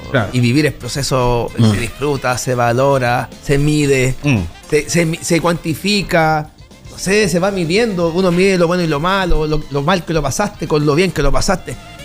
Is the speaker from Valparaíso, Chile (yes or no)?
no; Puente Alto, Santiago Metropolitan Region, Chile; ¿y por qué vengo de Puente Alto?